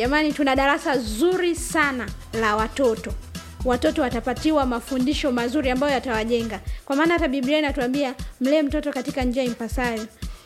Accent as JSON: {"language": "Swahili", "region": "Dar es Salaam", "country": "Tanzania", "said": "Nimetokea Dar es Salaam."}